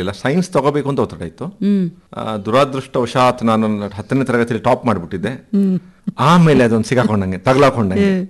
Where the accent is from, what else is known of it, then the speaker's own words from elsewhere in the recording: Sullia, Karnataka, India; moved away as an adult; also born or lived in Bhagamandala, Kodagu; now in Kodagu, India; ಸುಳ್ಯ. ನಾನು made in Dakshina Kannada, ನಾನು ಹುಟ್ಟಿದ ಭಾಗಮಂಡಲ ನಮ್ಮೂರು, ಮತ್ತೆ ದುಡಿಯಕ್ಕೆ ಬಂದಿರೋದು ಕೊಡಗಿಗೆ. ನನ್ನ ತಯಾರು ಮಾಡಿರೋದು ದಕ್ಷಿಣ ಕನ್ನಡ